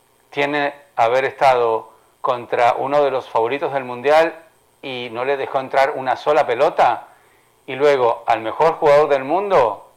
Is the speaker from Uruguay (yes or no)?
yes; Uruguay; born there; a ver a Uruguay, que es donde yo nací